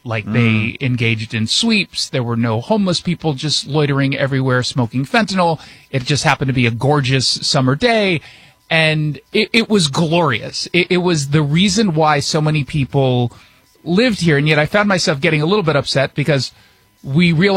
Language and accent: English; Los Angeles, California, United States; also born or lived in New York; So I've been here 17 years or so. So I was born in New York, but I grew up in Los Angeles.